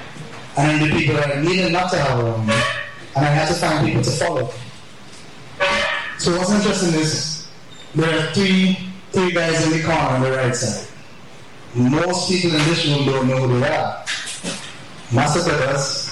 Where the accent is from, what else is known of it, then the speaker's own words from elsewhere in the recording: Calder, St. Vincent & Grenadines; I'm from a little village in St. Vincent and the Grenadines called Calder.